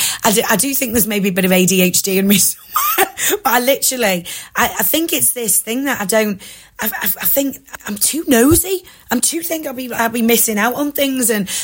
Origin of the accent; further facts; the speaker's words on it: Southport, North West England, United Kingdom; that went on in Southport, my kids have never seen me cry. And I was uncontrollably sobbing. It was my hometown this has happened in.